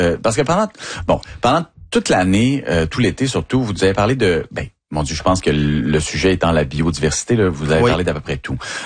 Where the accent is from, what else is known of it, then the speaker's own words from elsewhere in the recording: Dolbeau-Mistassini, Quebec, Canada; moi, je viens de Delbaume-Mistassini. Saguenay-Lac-Saint-Jean, du coup, là.